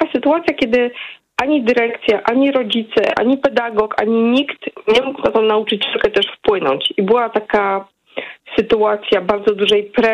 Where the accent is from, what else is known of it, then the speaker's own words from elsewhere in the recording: Wrocław, Lower Silesian Voivodeship, Poland; Ja mam lat 40 i 20 ponad lat temu chodziłam do liceum. Jestem z Wrocławia